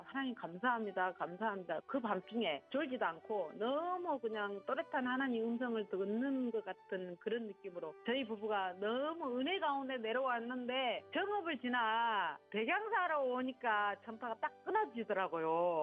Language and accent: Korean; Suncheon, South Jeolla, South Korea; moved away; 제가 순천 사람입니다.